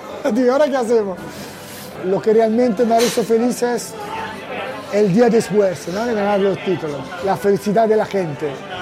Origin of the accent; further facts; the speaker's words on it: Italy; Spanish is a second language; y mira que soy italiano, que creo que me he sentido más valenciano que muchos de aquí.